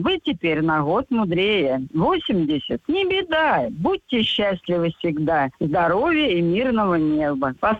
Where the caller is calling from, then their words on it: Oryol, Oryol Oblast, Russia